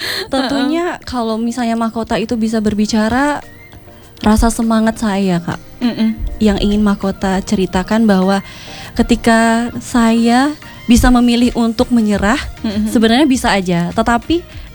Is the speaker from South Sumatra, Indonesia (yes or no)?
no; Sintang, West Kalimantan, Indonesia; saya berasal dari daerah, dari Sintang ke provinsi aja butuh waktu 6-7 jam.